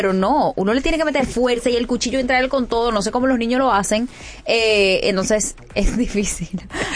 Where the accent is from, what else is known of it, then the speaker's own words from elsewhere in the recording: United States; yo crecí aquí en los Estados Unidos